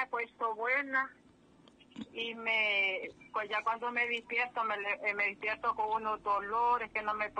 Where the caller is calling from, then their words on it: San Buenaventura, Coahuila, Mexico; Yo soy de acá, de San Buenaventura